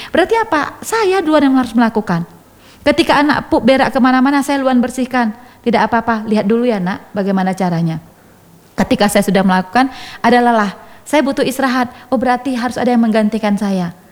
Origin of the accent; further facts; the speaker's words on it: Aceh, Indonesia; kalau kita orang Gayo itu rata-rata bisa lah.